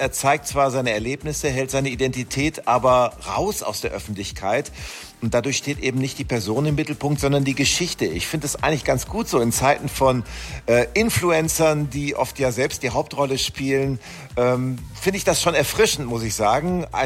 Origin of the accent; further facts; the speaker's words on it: Germany; Also wir als Deutsche bekommen hier auch ganz viel Sympathien entgegengebracht.